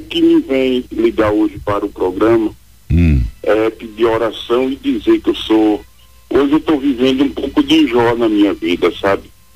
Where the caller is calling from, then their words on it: Arapiraca, Alagoas, Brazil; Eu falo de Arapiraca, Alagoas.